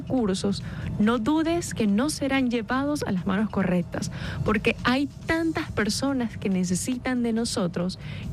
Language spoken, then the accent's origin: Spanish; Caracas, Capital District, Venezuela; Gracias a Dios, como caraqueños, tenemos esos recuerdos bonitos de La Guaira.